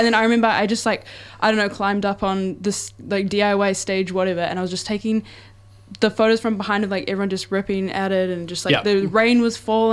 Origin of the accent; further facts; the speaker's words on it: Mangawhai, Northland, New Zealand; I'm from Mungify